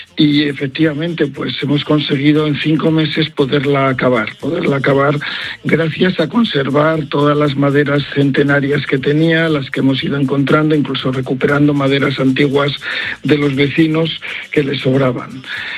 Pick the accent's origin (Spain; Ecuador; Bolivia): Spain; Castile; Yo soy castellano y siempre he trabajado entre Palencia y Soria, en tierra de campos